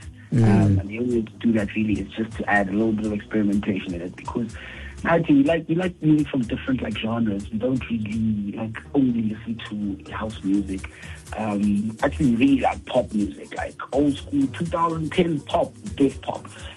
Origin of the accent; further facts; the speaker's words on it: Soweto, Gauteng, South Africa; Joburg, born and bred. Born and bred in Joburg.